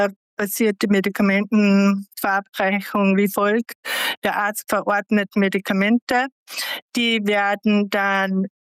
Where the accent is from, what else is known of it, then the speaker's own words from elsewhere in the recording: Austria; dann glaube ich, ist die Sicherheit sehr, sehr hoch bei uns in Österreich.